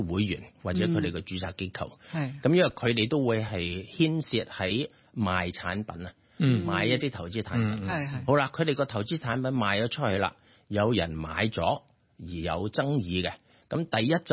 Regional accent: China; 其實我哋國家，其實我哋中國人，我哋嘅智慧咧，從來都係要和為貴嘅。

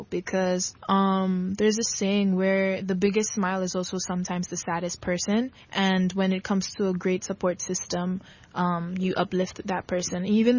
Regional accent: Philippines; So, when they found out that, like, I'm Blasian, they're like, Filipina ka? And I'm like, yeah, you know, like, I'm Filipina.

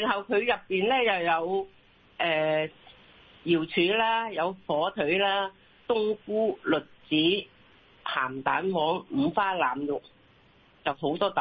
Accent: Zhongshan, Guangdong, China; 咁我試過有一個即係我哋係中山人嚟嘅

